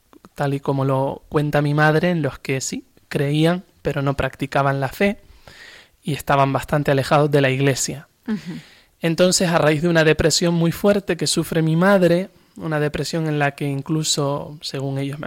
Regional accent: Arrecife, Canary Islands, Spain; yo soy de Arrecife, en uh-huh. Lanzarote.

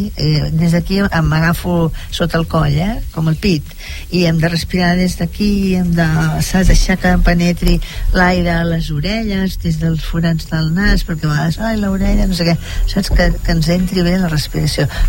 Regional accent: Catalonia, Spain; som catalans, això també ens va bé

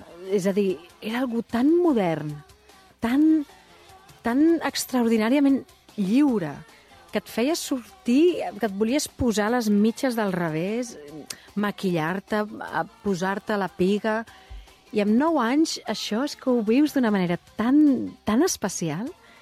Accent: Barcelona, Catalonia, Spain; Ah, sí, clar, jo no sóc del Passeig Bonanova, sóc de Major

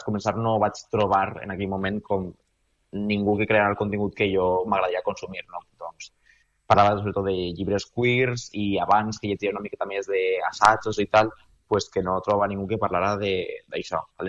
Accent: Vila-real, Valencian Community, Spain

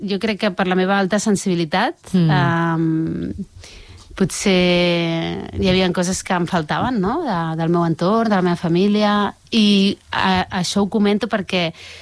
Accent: Barcelona, Catalonia, Spain; first language Catalan; moved away as an adult; now in Olot, Spain; Jo vaig néixer a Barcelona, al barri d'Horta, amb una família de catalana, vull dir... De fet, no vaig aprendre a parlar castellà fins als 14 anys, perquè anàvem a una escola catalana, un entorn molt, molt català.

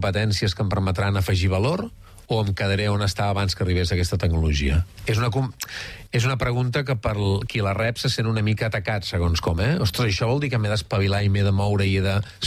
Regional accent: Catalonia, Spain

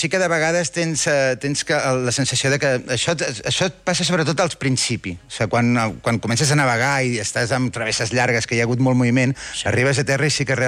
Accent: Manresa, Catalonia, Spain; now in Maó, Spain; Sí, correcte.

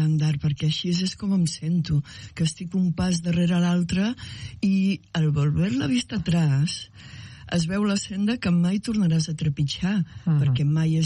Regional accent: Calella, Catalonia, Spain; moved away as an adult; now in Brazil; Mira, vaig néixer a Calella, vaig estudiar a Calella, em vaig enamorar a Calella. Vaig ser filla de 2 artistes de Calella.

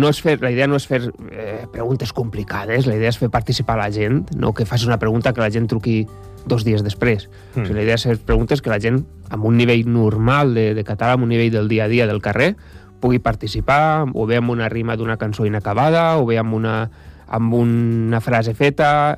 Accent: Valencian Community, Spain; jo soc valencià

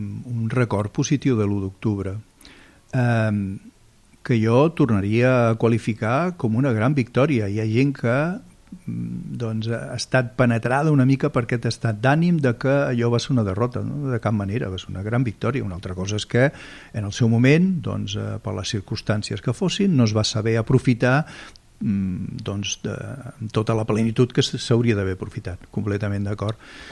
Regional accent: Catalonia, Spain

